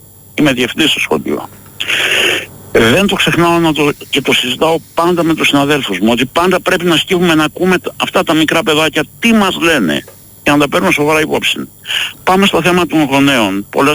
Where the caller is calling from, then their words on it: Ilioupoli, Attica, Greece; από την Ηλιούπολη.